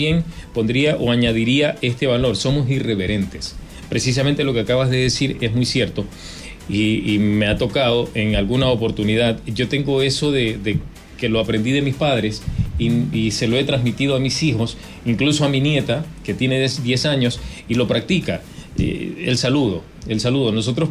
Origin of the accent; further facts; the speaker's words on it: Manabí, Ecuador; born there; nacimos en Manabí, somos manabitas